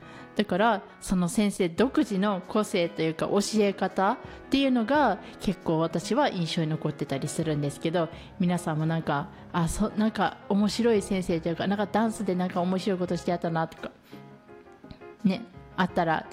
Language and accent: Japanese; Higashiomi, Shiga, Japan; 私あの東近江市の五箇所出身なんで